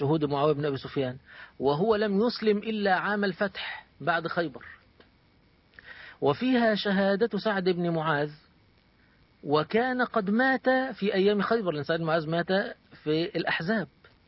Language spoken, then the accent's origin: Arabic; Egypt; كان عندنا في مصر